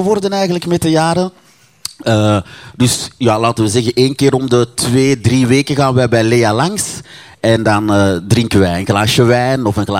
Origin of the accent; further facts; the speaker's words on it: Mali; Wel, dus ik ben geboren in Mali. In een klein dorpje. Waar er eigenlijk alleen maar hutten zijn.